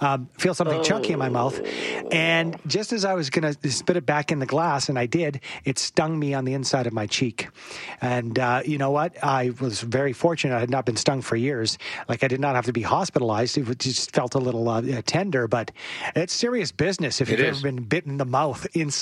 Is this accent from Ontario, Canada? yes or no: no; Edmonton, Alberta, Canada; born there; I was born in Edmonton, and I worked in Edmonton in the late 90s with both of you two.